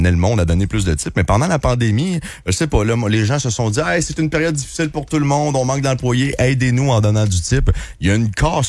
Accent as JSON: {"language": "French", "region": "Quebec", "country": "Canada", "said": "en tant que Québécois"}